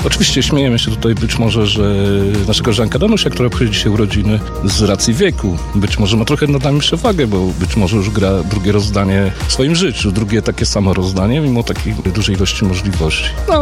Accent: Włodawa, Lublin Voivodeship, Poland; Ja sam pochodzę z Włodawy.

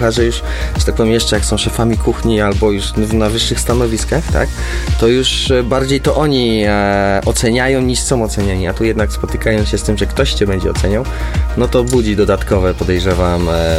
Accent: Lower Silesian Voivodeship, Poland; odbywa się u nas, na Dolnym Śląsku, najpiękniejszym województwie według mnie.

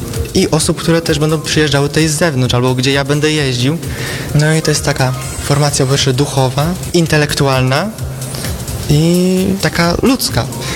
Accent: Myślice, Warmian-Masurian Voivodeship, Poland; Pochodzę z parafii Myślice pod zdaniem świętego Antoniego Padewskiego.

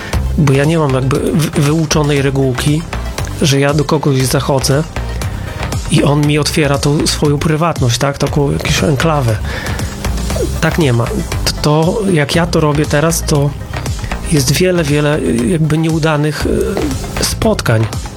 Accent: Mońki, Podlaskie Voivodeship, Poland; born there; Mój tato jest z tych spod stron Narewki, dokładnie miejscowość Mikłaszewo. ja się urodziłem w Mońkach, moja mama pochodzi z miejscowości Krynica, to gmina Czcianne.

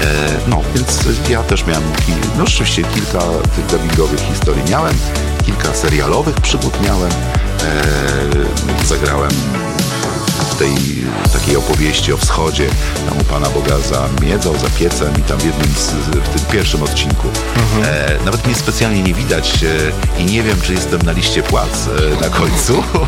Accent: Warsaw, Masovian Voivodeship, Poland; moved away as an adult; now in Radom, Poland; bo no ja z Warszawy

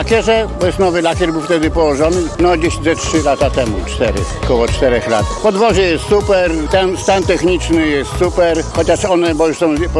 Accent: Nidzica, Warmian-Masurian Voivodeship, Poland; Z Nidzicy.

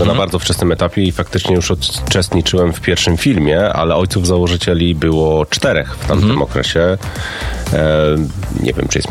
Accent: Szczecin, West Pomeranian Voivodeship, Poland; Jestem ze Szczecina oryginalnie.

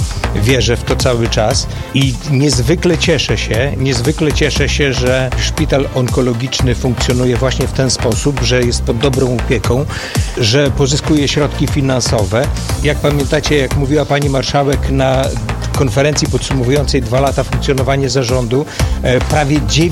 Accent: Łomża, Podlaskie Voivodeship, Poland; ja pochodzę z Łomży

